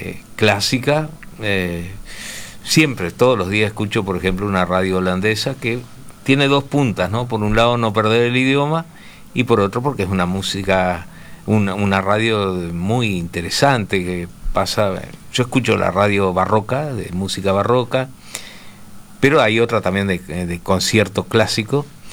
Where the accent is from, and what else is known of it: Uruguay